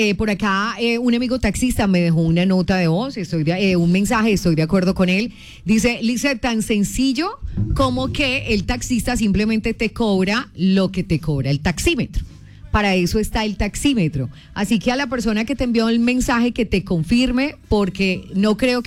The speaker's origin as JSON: {"language": "Spanish", "town": "Manzanares", "region": "Caldas", "country": "Colombia", "moved": "yes", "lives_now": "Pereira, Colombia", "said": "A mí no me tocó el terremoto del 99 aquí en Pereira, de hecho me tocó pues en mi tierra, en Manzanares."}